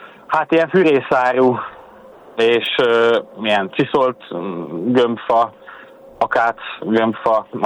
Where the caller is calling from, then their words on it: Hungary; Hát most per pillanat Grác környékéről, Ausztriából jövök vissza Magyarba, kamionsofőrként dolgozom